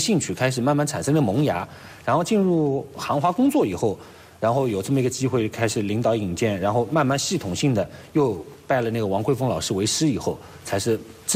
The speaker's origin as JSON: {"language": "Chinese", "town": "Hangzhou", "region": "Zhejiang", "country": "China", "said": "因为首先第一点我的一个先天优势就是我是杭州人，那杭州人他这个武林调他就是得说杭州话，那这个首先我方言这一关我没有问题"}